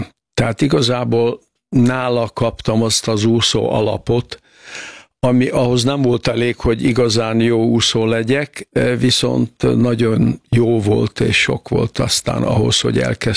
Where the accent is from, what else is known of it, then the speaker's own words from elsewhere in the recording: Tiszaalpár, Bács-Kiskun, Hungary; moved away; én Alpáron születtem, bár ma már Tisza Alpár, ugye egyesült a mellette levő kis településsel, Tiszaújfaluval, de én valóban alpári vagyok.